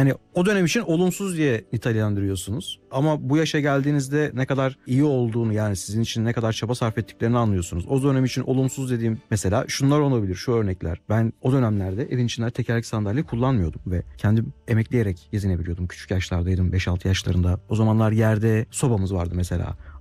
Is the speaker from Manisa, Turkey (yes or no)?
yes; Akhisar, Manisa, Turkey; now in Istanbul, Turkey; 1992 Manisa Akhisar doğumluyum. İlk öğretim ve orta öğrenimimi Akhisar'da tamamladım.